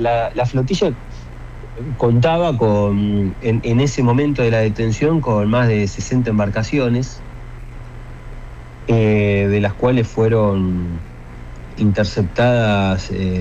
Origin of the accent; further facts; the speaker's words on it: Argentina; como argentinos participamos de esta misión también